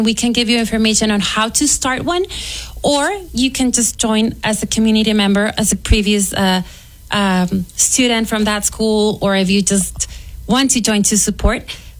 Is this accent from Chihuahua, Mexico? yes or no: yes; Ciudad Juárez, Chihuahua, Mexico; now in El Paso, United States; I grew up in Juarez, and that's where I attended elementary and middle school. I did high school here, but I really didn't feel that I belonged to the school at the moment because it was my first experience in El Paso.